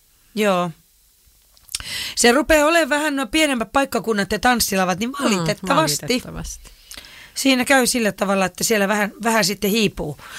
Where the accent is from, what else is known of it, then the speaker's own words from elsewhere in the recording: Turku, Southwest Finland, Finland; born there; Minä olen Heidekenillä syntynyt.